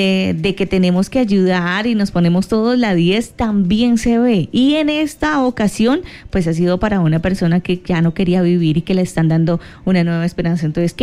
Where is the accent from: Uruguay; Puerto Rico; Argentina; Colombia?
Colombia; así somos los colombianos, y quedó demostrado precisamente desde el terremoto del pasado 10 de agosto.